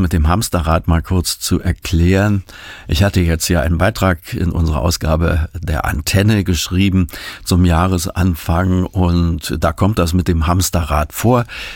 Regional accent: Berlin, Germany; ich bin und werde immer im Herzen Berliner bleiben, denn ich bin in West-Berlin geboren, dort aufgewachsen

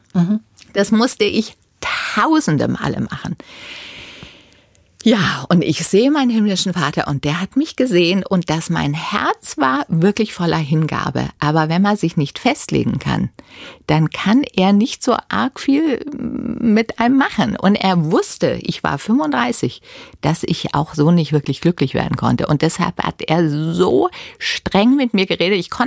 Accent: Bavaria, Germany; da hier ist dieser Schwarze in Nigeria und ich bin in Bayern aufgewachsen und wir haben ähnliche Gedanken gehabt.

